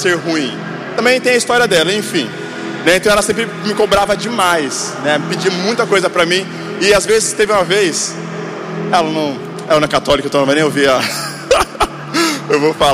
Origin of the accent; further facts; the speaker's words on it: São Paulo, Brazil; eu cresci nesse ambiente, lá no Grajaú.